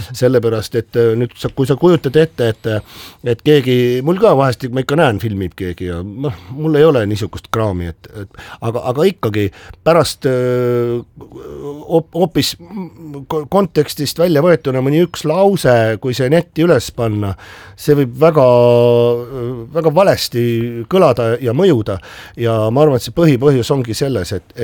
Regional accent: Tallinn, Harju County, Estonia; born there; seal Hiiu pubi vastas on Lillepoekane, roheline maja, see on minu sünnikodu seal.

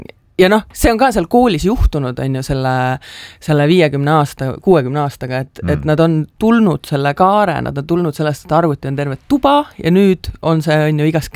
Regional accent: Tallinn, Harju County, Estonia; Ma ise kasvasin Sõpruse puiesteel üles

